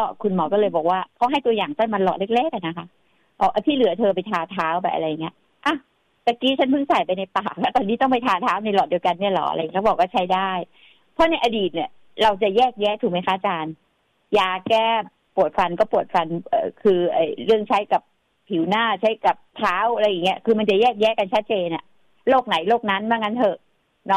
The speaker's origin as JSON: {"language": "Thai", "region": "Chiang Mai", "country": "Thailand", "lives_now": "Bangkok, Thailand", "said": "แต่เราก็จะใช้ชีวิตอยู่กรุงเทพเนาะทั้งที่บ้านอยู่เชียงใหม่ก็ไปมาอะไรเงี้ยแต่เราก็อยู่กรุงเทพ"}